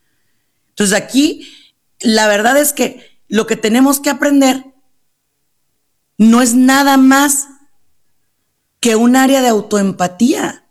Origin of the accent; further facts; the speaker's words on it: Mexico; en mi país, en México